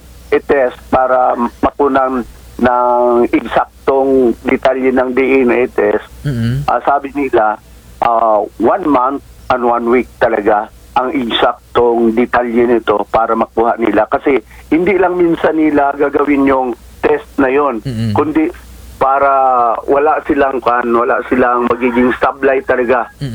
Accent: Cebu, Central Visayas, Philippines; now in Coron, Philippines; Ako po ay taga Cebu na 1983, nandito na po kami sa bayan ng Coron.

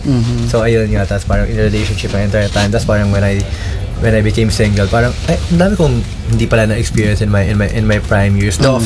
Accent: Mindanao, Philippines; also born or lived in Iloilo / Antique; now in Cavite, Philippines; Lumaki ako sa Mindanao. Tapos tumira din ako sa Iloilo, tumira din akong Antique. Uh-huh. Pero I now live in Cavite, so medyo halo-halo yung Bisaya ako.

